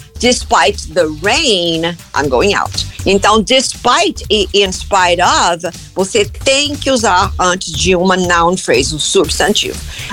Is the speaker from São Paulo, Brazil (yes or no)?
no; Goiânia, Goiás, Brazil; now in California, United States; Goiana, americana